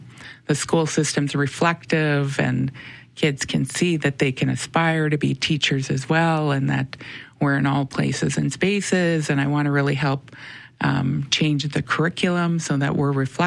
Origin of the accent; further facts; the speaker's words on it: Canada; I always knew I was Indigenous, you know, I always knew I was Métis. Growing up in the North End, like, being in the schools